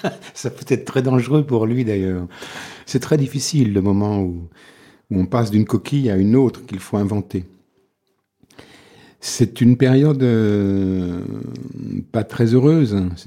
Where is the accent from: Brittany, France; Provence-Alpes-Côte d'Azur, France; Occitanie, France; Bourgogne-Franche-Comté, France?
Bourgogne-Franche-Comté, France; Le Creusot; born there; je suis né au Creusot, qui est une petite ville qui a eu une heure de gloire dans la métallurgie au début du XXe siècle. J'habite en ce moment à 10 km de cette ville.